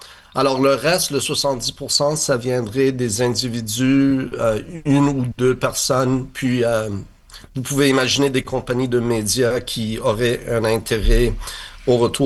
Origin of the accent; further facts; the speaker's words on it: Montreal, Quebec, Canada; Justement, le fait que moi, je suis Montréalais, je suis Québécois, je suis ici, je suis bilingue, comme on dit, comme les autres le disent.